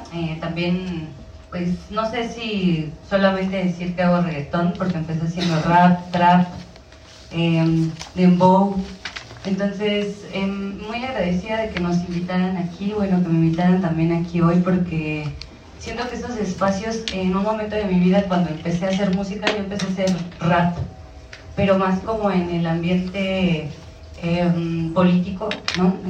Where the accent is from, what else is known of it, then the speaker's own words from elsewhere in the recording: State of Mexico, Mexico; venimos del Estado de México, de la periferia, o sea, donde no estamos en la ciudad